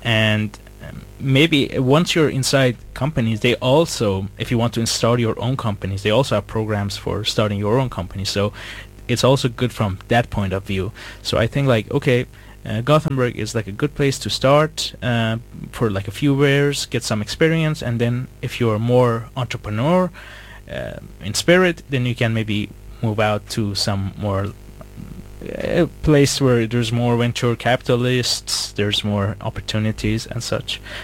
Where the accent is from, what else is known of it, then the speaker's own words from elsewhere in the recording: Iran; Like, I come from Iran, and it's not much more warmer, but it's a bit warmer than here, so it definitely took a bit of time adjusting.